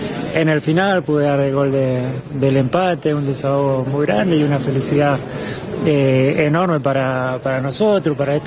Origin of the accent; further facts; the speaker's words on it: Argentina; lo que somos como argentinos, el orgullo que nos